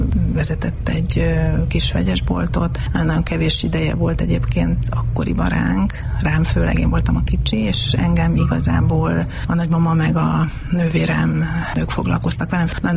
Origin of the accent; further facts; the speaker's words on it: Tiszaföldvár, Jász-Nagykun-Szolnok, Hungary; born there; Tiszaföldváron, Tiszaföldváron születtem, és én vagyok a családnak az ötödik lánya.